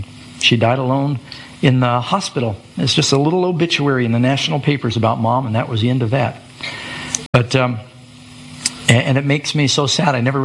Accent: New York City, New York, United States; born there; also born or lived in Burbank, California; I was born in Burbank, California. It's where Dad had his aircraft business. And they divorced when I was three. Like I said, their relationship was very tempestuous. So Mom moved to New York City. My brother and I moved there to join her. We lived right in Manhattan, 81st Street on the west side and 51st Street on the east side.

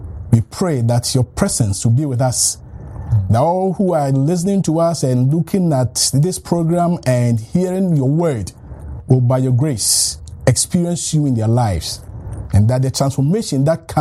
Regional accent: Ghana; first language Asante Twi; English is a second language; And I'm a native of Ghana in West Africa. My mother tongue is Asante Tree.

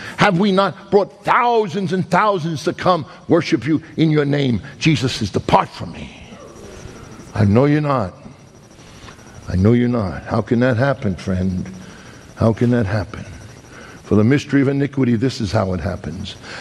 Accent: New York, United States; I'm a New Yorker.

